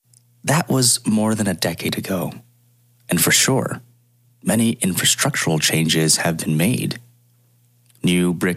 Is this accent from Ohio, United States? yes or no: yes; Ohio, United States; moved away; growing up in Northwest Ohio